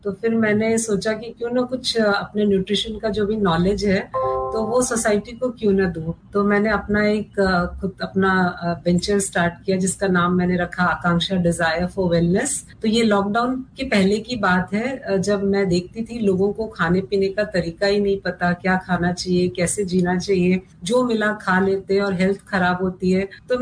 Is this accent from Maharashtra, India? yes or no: yes; Mumbai, Maharashtra, India; मैं मुंबई की रहने वाली हूँ